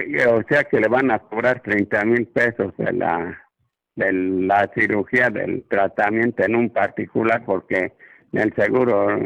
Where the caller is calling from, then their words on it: Cotlán, Aguascalientes, Mexico; de Cotlán, Aguascalientes.